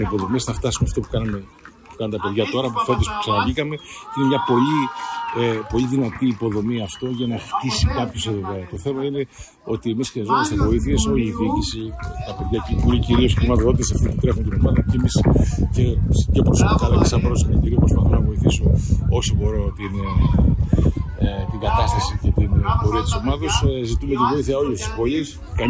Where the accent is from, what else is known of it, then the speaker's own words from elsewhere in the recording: Eastern Macedonia and Thrace, Greece; αυτή η πόλη μου εδώ μεγάλη, εδώ γεννήθηκε, εδώ παίξα μπάλα